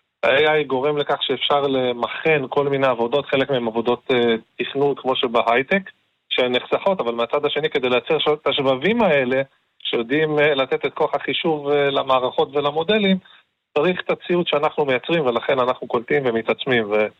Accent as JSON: {"language": "Hebrew", "region": "Northern District", "country": "Israel", "tie": "born or raised there", "said": "אני צפוני, גדלתי בצפון, בחרתי להקים ולבנות את הבית בצפון"}